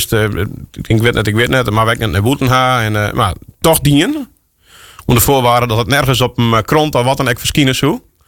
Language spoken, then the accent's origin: Dutch; Friesland, Netherlands